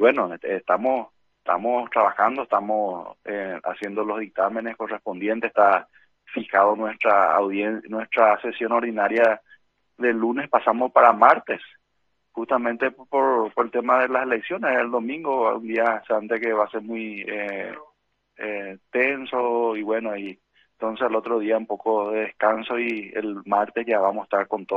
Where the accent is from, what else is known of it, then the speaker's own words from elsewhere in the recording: Pedro Juan Caballero, Amambay, Paraguay; como paraguayos, como pedrojuaninos